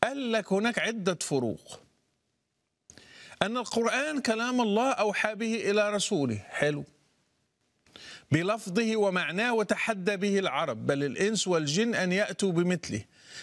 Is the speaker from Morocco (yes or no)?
yes; Morocco; بس احنا كمغاربة هتلاقي في المغرب اللي بيسمى المغرب العربي ما بنعترفش بالإعجام بالذال المعجمة ولا بالضاد المعجمة